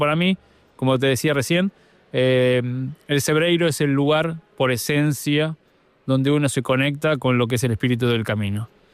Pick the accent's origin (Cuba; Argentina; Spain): Argentina; Mar del Plata, Buenos Aires Province; born there; Soy nacido en Argentina, en Mar del Plata, una ciudad balnearia de costa. y soy nieto de gallegos.